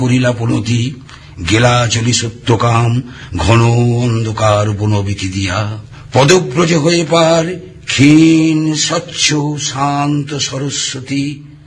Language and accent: Bangla; Howrah district, West Bengal, India; আমি হাওড়া জেলার ছেলে, আমার বাড়ি আমতা থানার অন্তর্গত আমতা 2 নম্বর ব্লক গাজীপুর গ্রাম। গ্রামটি মূলত কৃষি নির্ভরশীল এবং আমার পরিবার কৃষির সঙ্গে যুক্ত।